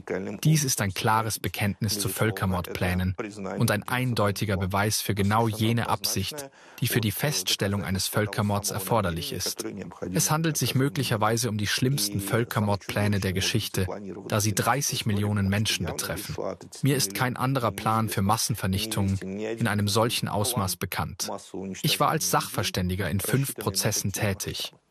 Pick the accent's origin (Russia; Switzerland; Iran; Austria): Russia; Saint Petersburg; denn Leningrad ist meine Heimatstadt.